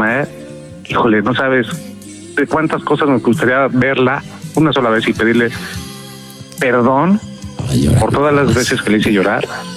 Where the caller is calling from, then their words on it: Mexico City, Mexico; De acá, de Iztapalapa.